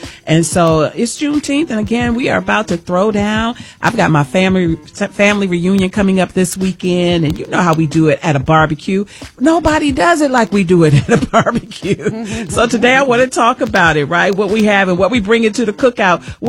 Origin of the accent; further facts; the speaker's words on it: East Coast, United States; I'm from the East Coast. We're right off of the bay, Chesapeake Bay. We eat crabs.